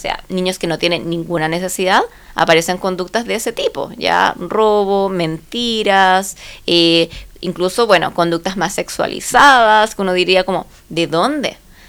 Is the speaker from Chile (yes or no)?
yes; Chile; now in Santa Cruz, Chile; somos chilenos.